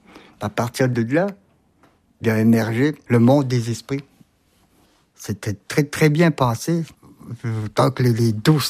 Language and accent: French; Pessamit, Quebec, Canada; Je suis natif de Pessamit.